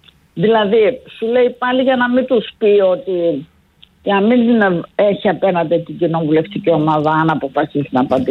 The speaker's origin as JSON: {"language": "Greek", "region": "Northern Greece", "country": "Greece", "said": "ειδικά εμένα που είμαι και από τη Βόρειο Ελλάδα"}